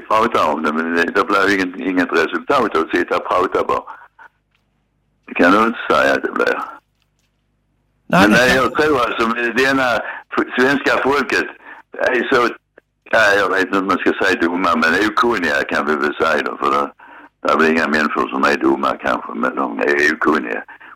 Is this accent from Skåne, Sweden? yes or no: yes; Skåne, Sweden; Nej, jag är inte svensk, jag är skåning.